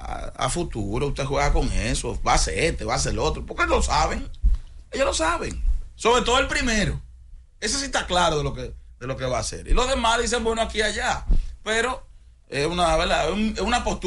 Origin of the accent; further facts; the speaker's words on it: Dominican Republic; nosotros, como República Dominicana y Latinoamérica